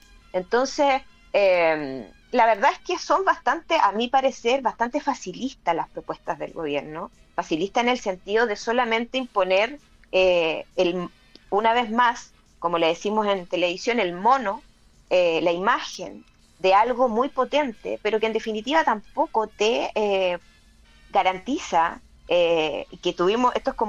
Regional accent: Chile; moved away

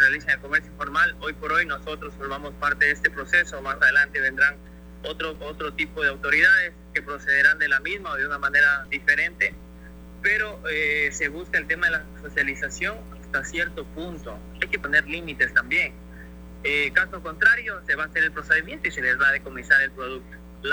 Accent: Santo Domingo, Santo Domingo de los Tsáchilas, Ecuador; moved away as an adult; Yo soy de aquí de Santo Domingo. Por mi trabajo me ha tocado irme a otras ciudades, pero hoy he vuelto acá a Santo Domingo

